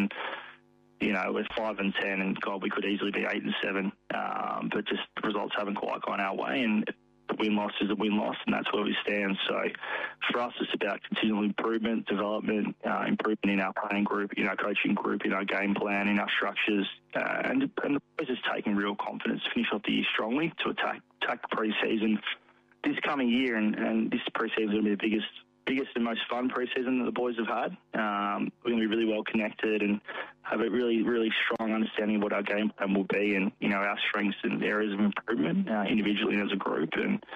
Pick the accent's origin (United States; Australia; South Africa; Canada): Australia; Melbourne, Victoria; Phil and Andrew are aware I'm from Melbourne